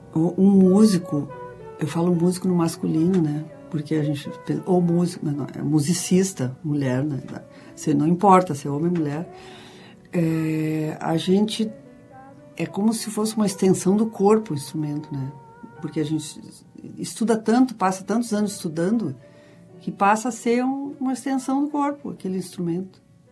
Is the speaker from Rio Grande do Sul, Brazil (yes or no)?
yes; Nova Prata, Rio Grande do Sul, Brazil; also born or lived in Caxias do Sul / Porto Alegre; Aí, eu sou de Nova Prata.